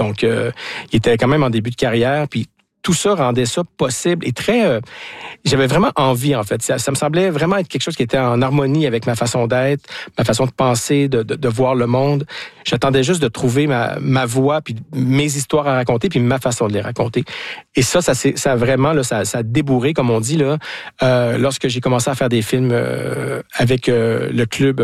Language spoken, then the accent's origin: French; Dégelis, Quebec, Canada; born there; moved away; Donc, je suis encore très, très, très, très confortable là, dans mon coin de pays. Mais ça se limite un peu à Dégely